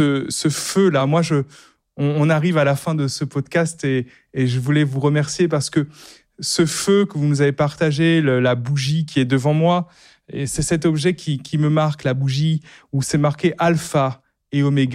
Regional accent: Réunion, France; Moi, ça me touche particulièrement parce que moi, je suis réunionnais et saint François-Xavier, c'est le saint patron du diocèse

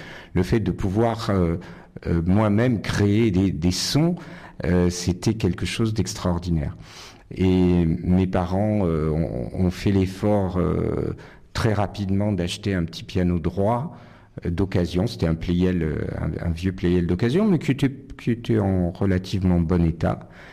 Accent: Nice, Provence-Alpes-Côte d'Azur, France; Exactement, puisque je suis né et j'ai grandi à Nice. Mes parents étaient niçois également, d'origine italienne.

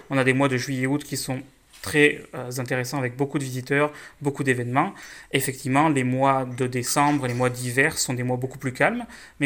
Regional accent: Dax, Nouvelle-Aquitaine, France; now in Pau, France; Alors moi à l'origine je suis des Landes, je suis né à Dax. En revanche, ça fait maintenant 6 ans que je vis à Pau.

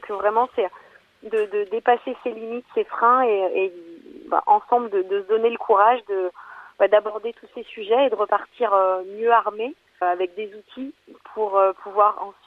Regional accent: Nouvelle-Aquitaine, France; j'étais professeure d'EPS, donc originaire du Pays Basque, affectée pour mon métier de professeure d'EPS en région parisienne.

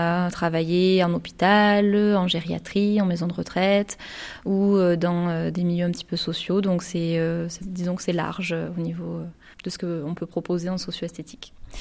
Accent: Montpellier, Occitanie, France; Moi je suis roltaise, donc je suis née à Montpellier, j'ai toujours grandi dans le coin, on va dire. Après à Vennes, pourquoi ? Parce que mes parents sont des Hauts-Cantons, donc c'est vrai que j'ai toujours plus ou moins connu le coin.

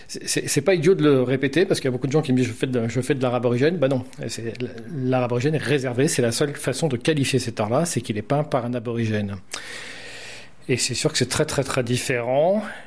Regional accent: Concarneau, Brittany, France; Moi, je suis de Concarneau

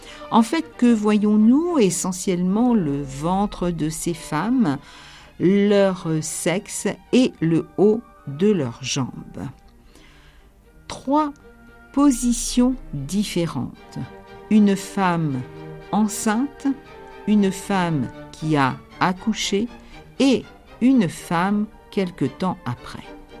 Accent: Nouvelle-Aquitaine, France; Et il est chez nous, dans notre Poitou.

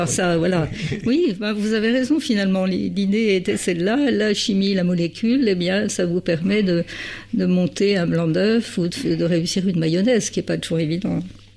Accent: Grand Est, France; On est d'abord Vosgien avant d'être Lorrain. On est Lorrain par héritage de propriété, comme on dit.

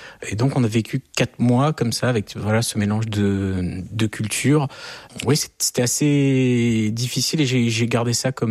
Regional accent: France; Je suis français, je vis en France.

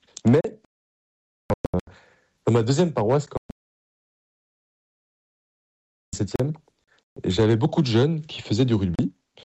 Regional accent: Paris, Île-de-France, France; Et même si j'ai grandi à Paris, mais j'ai beaucoup de cousins dans le sud-ouest

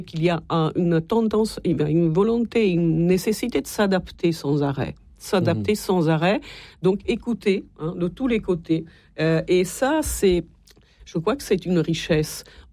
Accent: Italy; Vous savez, moi, je suis italienne, je ne viens pas d'un pays...

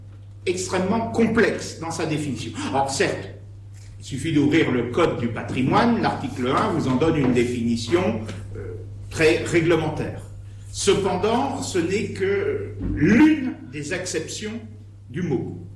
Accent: Digoin, Bourgogne-Franche-Comté, France; je suis originaire de Digoin

